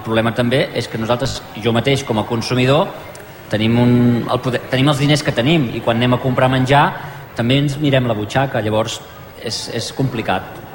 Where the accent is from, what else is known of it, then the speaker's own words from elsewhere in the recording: Igualada, Catalonia, Spain; born there; now in Sant Boi de Llobregat, Spain; jo no sóc d'aquí, jo sóc fill d'Igualada, he estat tombant, i des del 2011 que baixo aquí a Sant Boi, però la meva vida és dalt de la muntanya.